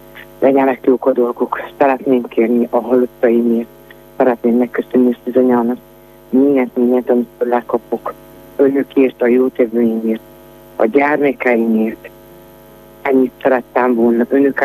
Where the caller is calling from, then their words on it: Sereď, Trnava Region, Slovakia; Én Szeredából vagyok egy mindennapos hallgató